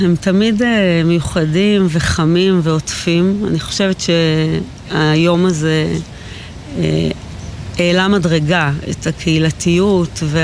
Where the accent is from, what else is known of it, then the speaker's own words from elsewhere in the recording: Gush Katif, Gaza Strip, Palestine; now in Sderot, Israel; גדלתי בגוש קטיף